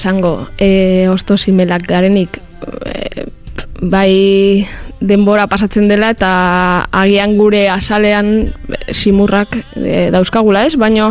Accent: Bilbao, Basque Country, Spain; now in Zornotza, Spain; Bueno, ni bilbotarra naiz berez, Zornotzan bizi naiz orain, eta 1985 urtean jaio nintzen

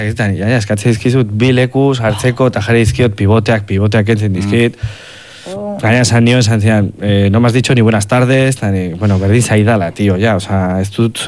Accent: Pamplona, Navarre, Spain; nik ez dut euskalkirik, Iruñakoa naiz

